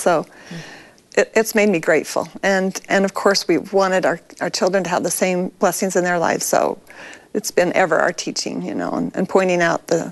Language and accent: English; Monticello, Utah, United States; Yes, I was born and raised in Monticello, Utah. It was a great place to be raised. It's a small town, and my father was in livestock, so we were around animals all our lives